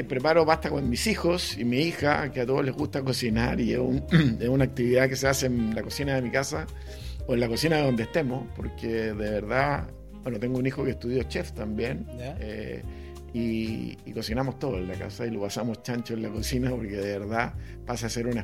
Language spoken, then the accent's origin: Spanish; Santiago, Santiago Metropolitan Region, Chile; born there; muy italianas, por el lado de mi papá y de mi mamá, italiano, la familia, mis abuelos, y nací en Santiago